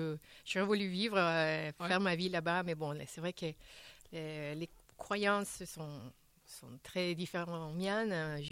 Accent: Honduras; Bon, moi, je viens de l'Honduras.

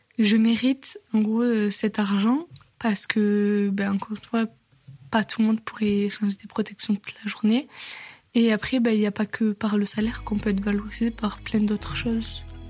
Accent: Montauban, Occitanie, France; born there; je suis née à Montauban et j'habite à Quéus.

